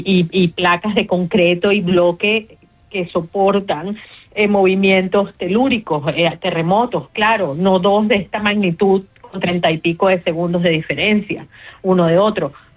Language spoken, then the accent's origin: Spanish; Venezuela; moved away; mi mamá vive en Caracas, mi hermana vive en Caracas. Yo estoy viviendo esto no solamente como activista, sino como venezolana directamente afectada por mi familia.